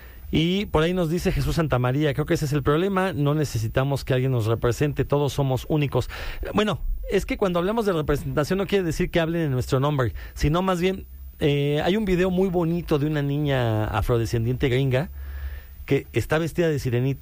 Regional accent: Mexico; a los mexicanos nos ha faltado representación en el cine hollywoodense

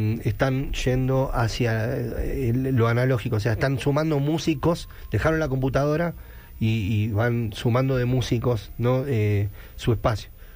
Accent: Quilmes, Buenos Aires Province, Argentina; Nuestra ciudad está sobre el río de la Plata, nosotros somos de Quilmes, posada sobre el río de la Plata.

